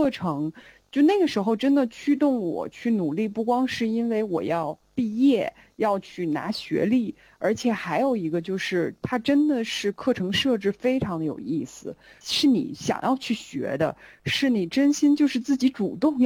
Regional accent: China; moved away as an adult; also born or lived in France; 我们班就我一个中国人，

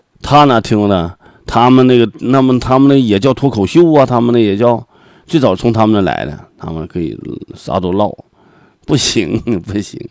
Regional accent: Northeast China, China; 我们东北人的热情

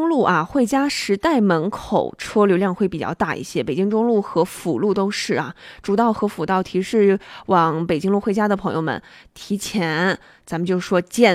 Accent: Xinjiang, China; 因为咱们新疆人都会比较喜欢吃这个大盘鸡

